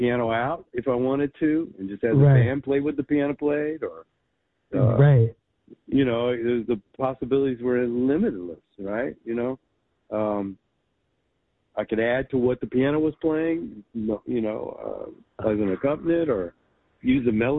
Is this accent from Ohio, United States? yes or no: no; Shreveport, Louisiana, United States; also born or lived in Texas / New York; now in Los Angeles, United States; I'm from Louisiana. I'm from Shreveport, Louisiana.